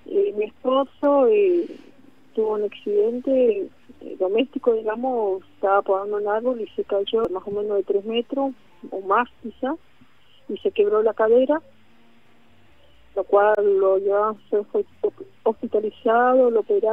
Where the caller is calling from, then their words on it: Adrogué, Buenos Aires Province, Argentina; Yo en este momento vivo en Buenos Aires, estoy San José, Adrogué.